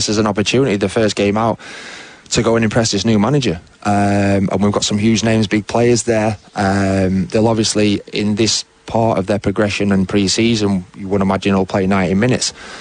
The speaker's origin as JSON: {"language": "English", "region": "England", "country": "United Kingdom", "said": "because being an Englishman and watching the Premier League since I've been a kid"}